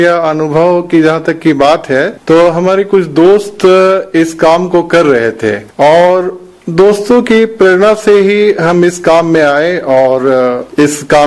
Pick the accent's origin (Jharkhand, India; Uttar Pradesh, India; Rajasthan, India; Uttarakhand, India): Jharkhand, India; Hazaribagh; हमारी शिक्षा हजारीबाग से हुई है, हम हजारीबाग के ही रहने वाले हैं